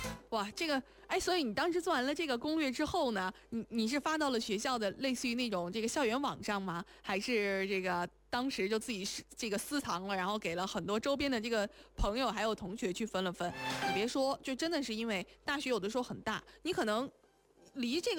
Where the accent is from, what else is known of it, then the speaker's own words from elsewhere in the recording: Houma, Shanxi, China; moved away; 因为我的家乡嘛，这个在山西侯马，所以侯马的那个地方其实基本上是没有方言的，就是我跟我的父母在说话的时候就没有太固定的那个调啊，就是我跟我父母在说话用的就是普通话